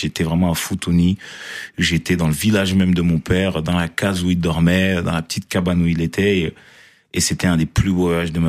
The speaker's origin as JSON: {"language": "French", "town": "Marseille", "region": "Provence-Alpes-Côte d'Azur", "country": "France", "tie": "born or raised there", "said": "Moi, je suis né quand même en 1996, je suis né à Marseille."}